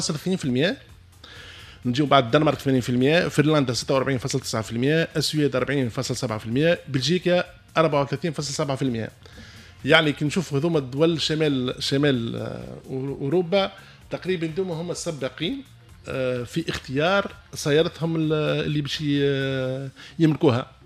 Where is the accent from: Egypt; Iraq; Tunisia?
Tunisia; احنا كعائلات تونسيه